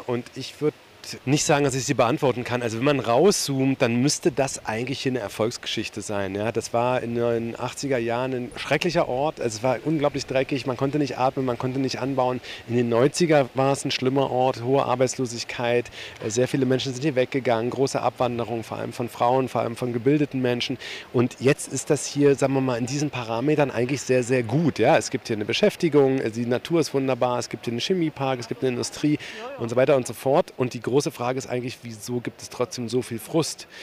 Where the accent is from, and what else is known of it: Magdeburg district, Saxony-Anhalt, Germany; born there